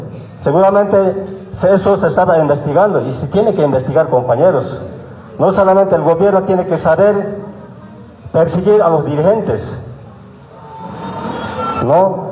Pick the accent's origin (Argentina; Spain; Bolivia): Bolivia; Nosotros, compañeros, como bolivianos, totalmente rechazamos